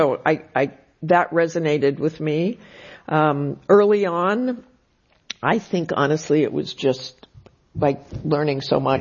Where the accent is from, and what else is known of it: Salt Lake City, Utah, United States; born or raised there; moved away as an adult; also born or lived in Boston